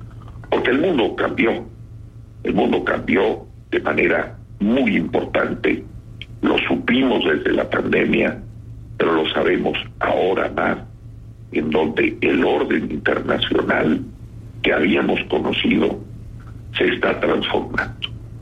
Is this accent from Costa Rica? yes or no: no; Mexico